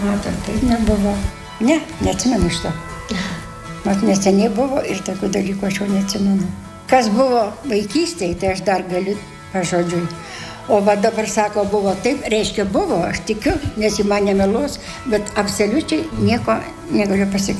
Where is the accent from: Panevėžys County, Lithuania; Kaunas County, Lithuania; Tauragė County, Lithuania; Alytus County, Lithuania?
Alytus County, Lithuania; Lazdijai; born or raised there